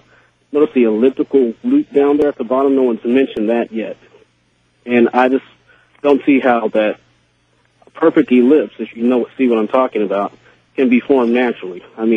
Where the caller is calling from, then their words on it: Tulsa, Oklahoma, United States; from Tulsa.